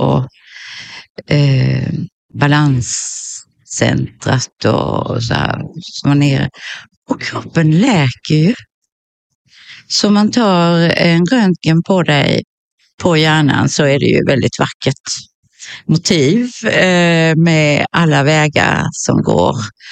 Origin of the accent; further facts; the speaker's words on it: Kalmar County, Sweden; now in Ljungby, Sweden; Jag härstammar ju ner från Öland och Kalmar.